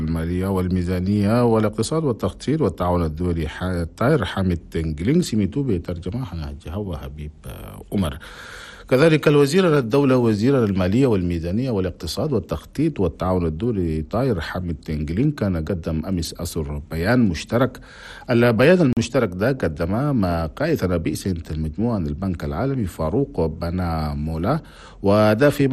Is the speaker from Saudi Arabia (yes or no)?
no; Chad; انت الحكومة هنا بلدنا تشاد. في فندق نوفوتيل هنا في العاصمة نجمينا